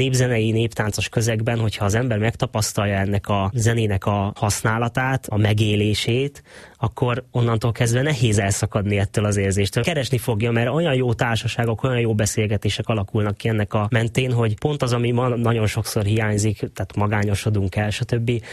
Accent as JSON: {"language": "Hungarian", "town": "Bicske", "region": "Fejér", "country": "Hungary", "tie": "born or raised there", "said": "Én Bicskén nőttem föl"}